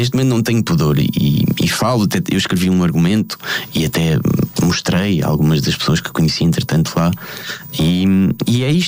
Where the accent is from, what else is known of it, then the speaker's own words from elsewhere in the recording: Portugal; moved away as an adult; Eu digo, assim que digo que sou português